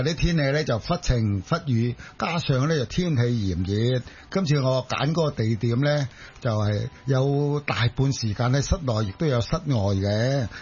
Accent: Chaozhou, Guangdong, China; 我都系潮州人。

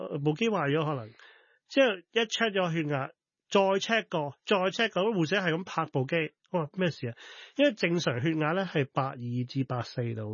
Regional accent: Hong Kong; also born or lived in abroad; 我係香港人啦，本身咁，但係我都有喺外國好耐嘅時間浸，叫所謂浸淫過啦。

